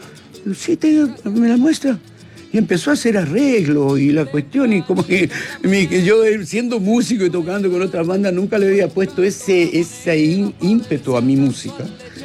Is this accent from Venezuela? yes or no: no; Italy; moved away as an adult; also born or lived in Barcelona, Spain; now in Chile; yo crecí en Italia, yo pasé mi adolescencia en Italia